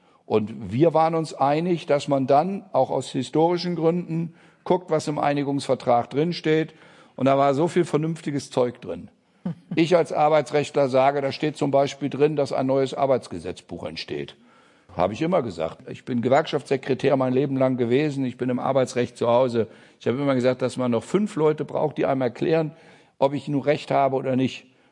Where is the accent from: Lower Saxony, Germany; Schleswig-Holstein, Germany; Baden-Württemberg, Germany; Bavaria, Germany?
Lower Saxony, Germany; Teufelsmoor; born there; wäre für den Pfälzerwald gut, wäre für das Teufelsmoor gut, wo ich geboren bin, also für dünn besiedelte Regionen.